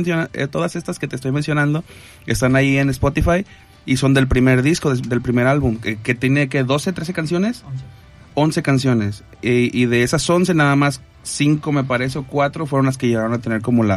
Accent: Manzanillo, Colima, Mexico; born there; also born or lived in Acapulco, Guerrero

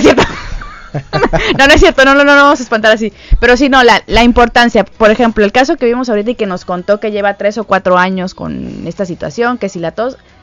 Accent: Misantla, Veracruz, Mexico; born there; now in Quintana Roo, Mexico; Nací en Misantla, Veracruz. Pero ahora soy orgullosamente isleña y dignamente quintanarroense.

